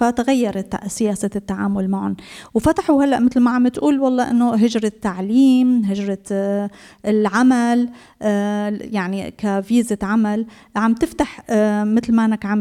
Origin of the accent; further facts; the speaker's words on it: Syria; now in Germany; نحن بنحكي كسوريين طلعت من حرب